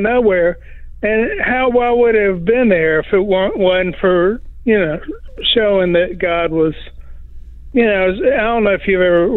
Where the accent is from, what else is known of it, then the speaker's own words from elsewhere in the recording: Shreveport, Louisiana, United States; I'm grew up in Shreveport